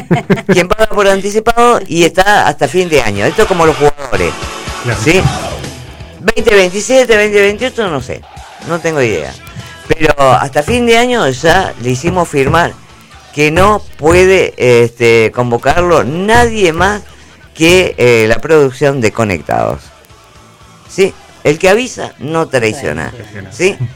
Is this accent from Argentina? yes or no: yes; Argentina